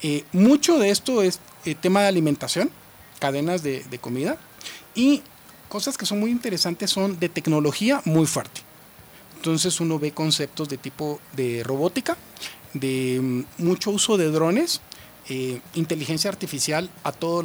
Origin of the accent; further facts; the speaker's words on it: Guatemala; nosotros como guatemaltecos